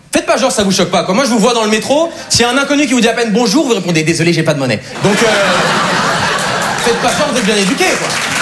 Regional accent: Switzerland; parce qu'en plus d'être suisse, je suis brésilien. Ouais, c'est bizarre, hein. J'ai une tête d'allemand. J'ai grandi en Suisse et j'ai de la famille en Amérique du Sud.

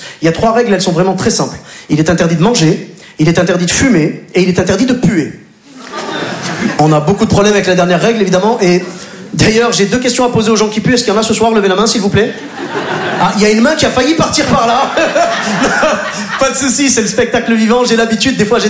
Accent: Clermont-Ferrand, Auvergne-Rhône-Alpes, France; also born or lived in Bordeaux; now in Paris, France; fait un an que je suis installé à Paris. Juste avant ça, j'ai passé 12 ans à Bordeaux, et sinon je suis originaire de Clermont-Ferrand.

